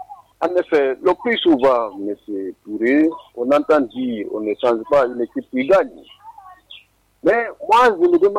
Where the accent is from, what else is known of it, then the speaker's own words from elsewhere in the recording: Guinea; parce que nous sommes tous des Guinéens. On travaille pour le pays, à mon avis.